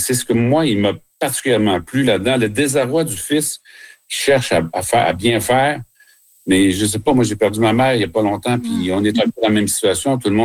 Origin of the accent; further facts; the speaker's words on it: Quebec, Canada; ce n'est pas le système qu'on a chez nous au Québec, ça c'est clair.